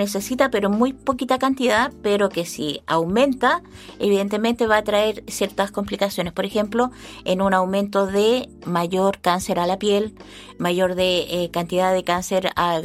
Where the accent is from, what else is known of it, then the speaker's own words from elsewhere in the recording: Ñuble, Chile; now in Chillán, Chile; toma agua de Los Yeuques, por ejemplo, de donde yo soy, y el agua es totalmente diferente a la que uno puede tomar acá en Chillán.